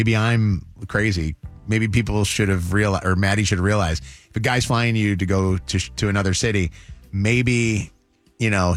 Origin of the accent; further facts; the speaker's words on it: Chicago, Illinois, United States; Hey, listen, I've been to Chicago. I grew up in Chicago.